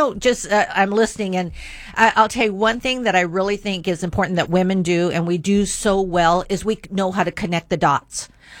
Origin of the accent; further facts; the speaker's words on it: Yuma County, Arizona, United States; I'm a rural girl, rural roots, born and raised in Yuma County.